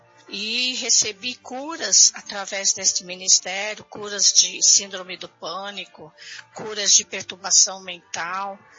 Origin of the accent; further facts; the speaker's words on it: São Paulo, Brazil; Eu sou daqui da região do Itaim Paulista.